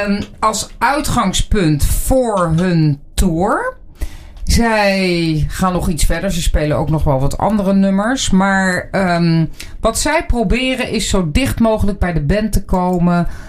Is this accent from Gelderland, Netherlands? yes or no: yes; Gelderland, Netherlands; now in Zwolle, Netherlands; Ik was even in Wageningen omdat ik met een stel vriendinnen die eigenlijk uit het gebied komen waar, tenminste nog steeds wonen, waar ik vandaan kom.